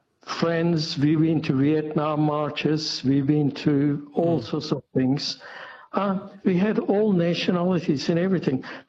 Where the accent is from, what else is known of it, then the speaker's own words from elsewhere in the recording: Turkey; I came from Turkey, but I have nothing. I'm just a planet citizen or the planet Earth.